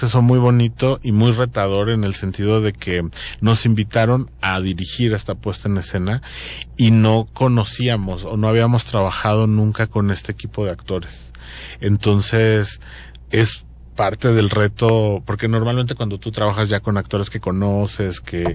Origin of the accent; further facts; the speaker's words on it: Michoacán, Mexico; Yo soy de Michoacán